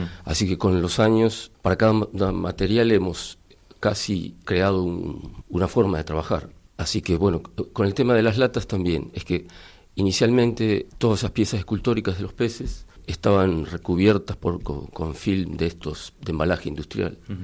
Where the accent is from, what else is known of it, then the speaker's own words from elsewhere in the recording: Argentina; Bueno, seguro que se han dado cuenta, somos argentinos.